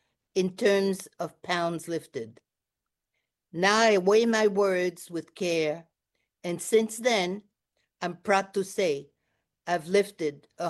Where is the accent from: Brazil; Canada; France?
France; first language French; English is a second language; now in United States; My first language was French. I spoke that with my parents after we came to the United States. So I'm still a French speaker, but I'm not a very good writer in French.